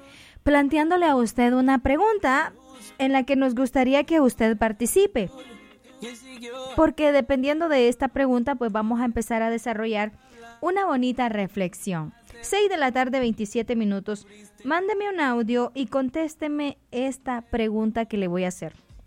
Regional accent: Yauyupe, El Paraíso, Honduras; el pueblo más bonito de Honduras, Yauyupe. Sí, es que de ahí soy yo.

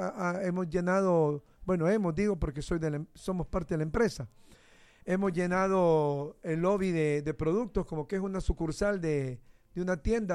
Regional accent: Honduras; siendo yo un hondureño

